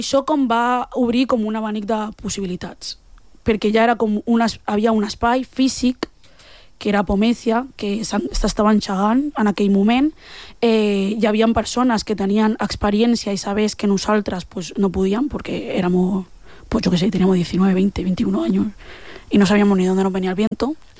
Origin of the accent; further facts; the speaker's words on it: L'Hospitalet de Llobregat, Catalonia, Spain; com a dones negres d'Hospitalet, que no, que som d'Hospi